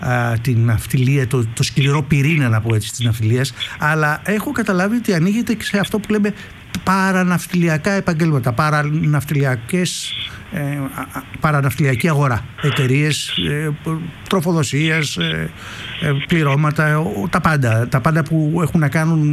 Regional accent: Piraeus, Attica, Greece; Ναι, εγώ είμαι Πειραιώτης όμως, θα μετράω από τον Πειραιά.

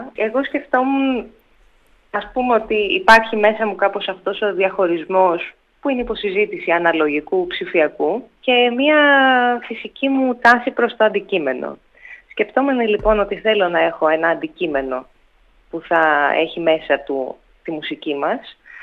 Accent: Ermoupoli, South Aegean, Greece; Εγώ μεγάλωσα στην Ερμούπολη της Ήρου.

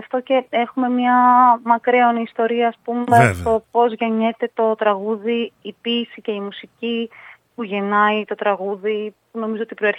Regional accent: Thessaloniki, Central Macedonia, Greece; Γεννήθηκα και μεγάλωσα στη Θεσσαλονίκη.

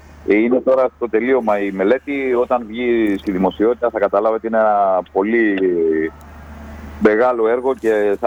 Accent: Rhodes, South Aegean, Greece; Η αγάπη για τη Ρόδο. Αυτή η πόλη εμένα και το νησί μου έχει δώσει πολλά.

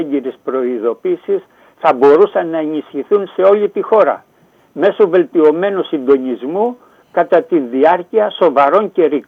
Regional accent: Antirrio, West Greece, Greece; born there; Εγώ θα πω από το Αντίριο όπου γεννήθηκα, έτσι, στη Βετοψίστα Ναυπακτία.

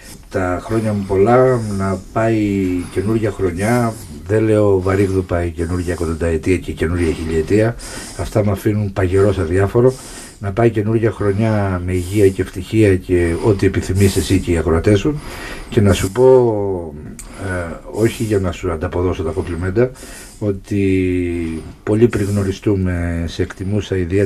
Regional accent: Patras, Western Greece, Greece; η πόλη στην οποία γεννήθηκα και η τότε κουλτούρα της με σημάδεψε καθοριστικά. Γεννήθηκα στην Πάτρα το 1947.

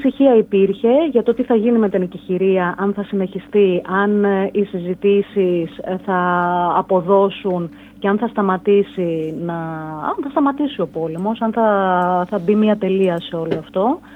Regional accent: Greece; Τους έλεγα ότι είμαι από Ελλάδα

